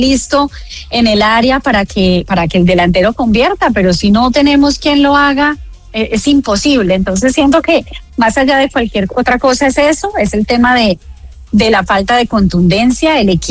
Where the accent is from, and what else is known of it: Colombia